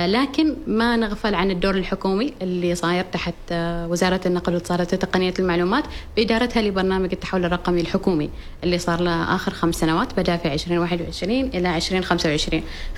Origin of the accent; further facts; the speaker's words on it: Oman; احنا كمجتمع عماني